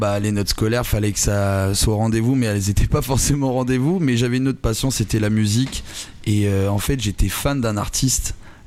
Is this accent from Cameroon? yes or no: no; Marennes, Nouvelle-Aquitaine, France; je viens de Marennes. Depuis tout petit, j'ai grandi là et je suis fier d'être marrainé, on va dire.